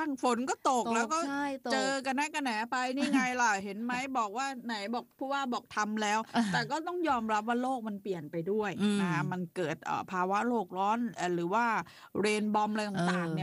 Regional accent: Bangkok, Thailand; ในฐานะคนกทมต้องพูดได้เต็มปากเต็มคำเหมือนกัน

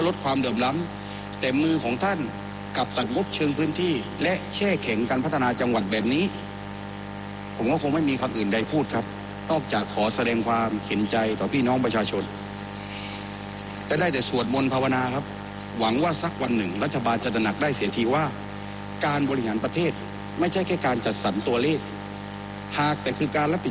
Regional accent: Songkhla, Thailand; ผมขอกลับมาที่บ้านเกิดของผมจังหวัดสงขลาจังหวัดสงขลาคือประตูเศรษฐกิจและพื้นที่ยุทธศาสตร์สำคัญของภาคใต้

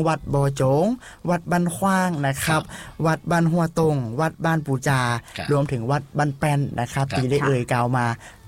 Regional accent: Lamphun, Thailand; accent: Kham Mueang (Northern Thai)

